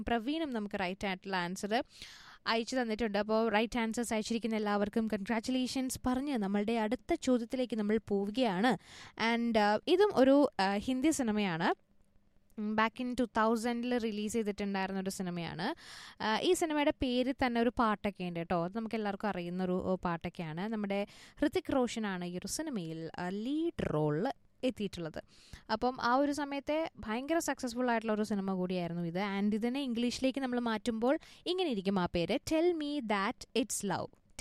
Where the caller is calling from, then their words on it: Kundara, Kerala, India; കുണ്ടറയിന്നാണ് വിളിക്കുന്നത്.